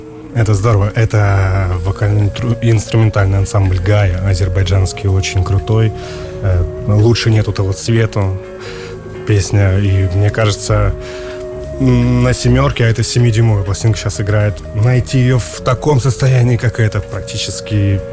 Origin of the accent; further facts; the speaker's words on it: Vologda, Vologda Oblast, Russia; родом я из Вологды.